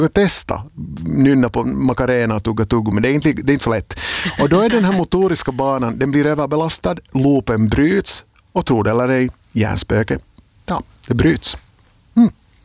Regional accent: Finland; Och det är alltså det här är inte bara något som vi finländare lider av förstås

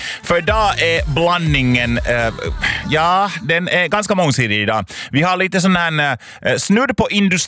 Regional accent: Loviisa, Uusimaa, Finland; Vi har lugn, skön akustisk musik från min hemstad Lovisa.

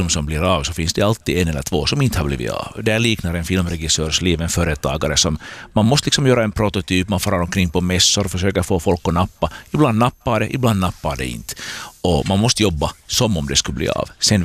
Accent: Porvoo, Uusimaa, Finland; När jag var tonåring här i Borgå, gick i Strömborska, så kunde det ta 1, 2, kanske 3 år innan jag såg en film.

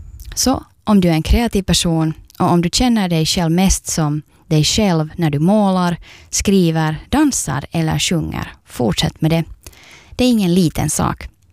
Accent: Ekenäs, Uusimaa, Finland; och jag är från Ekenäs och du lyssnar på Andrum.

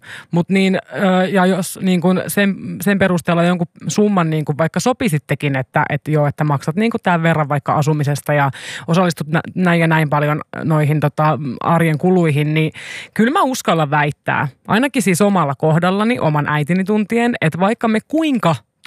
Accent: Satakunta, Finland; moved away; kävin kyläilemässä tuolla kotikonnuilla niin Satakunnassa

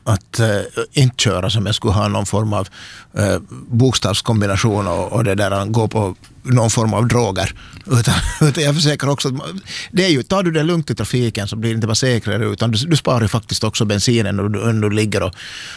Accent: Ostrobothnia, Finland; moved away; jag är ju hemma från Österbotten.

